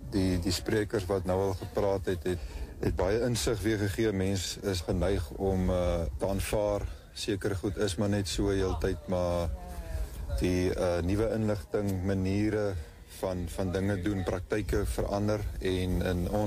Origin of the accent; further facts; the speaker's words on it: Northern Cape, South Africa; now in Western Cape, South Africa; So ek is oorspronklik van die Noord-Kaap. Die winters hier vir my is maar baie swaar omdat dit so koud en nat is. Daarbo is dit meer woestynklimaat waar dit bietjie weer meer droër is.